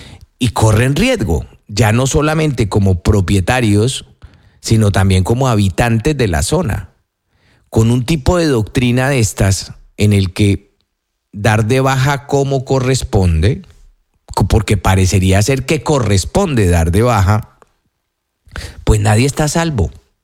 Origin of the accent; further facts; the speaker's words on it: Tolima, Colombia; El problema es que, como yo soy del Tolima, imagínese que una de estas personas fuera un familiar mío.